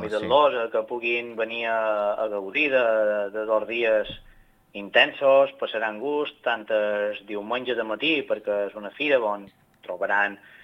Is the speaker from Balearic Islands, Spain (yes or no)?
yes; Son Servera, Balearic Islands, Spain; com a ciutadans de Son Cervera, com a cerverins que estimam el nostre poble, el nostre municipi